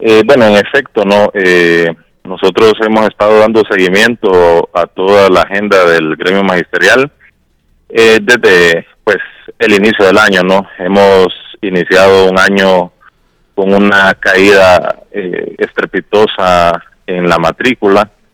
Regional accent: Honduras; somos hondureñas y hondureños que todos los días trabajamos

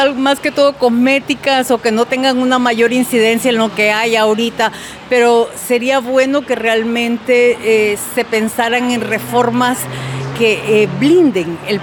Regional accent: Honduras; lo que nosotros queremos como pueblo hondureño son resultados.

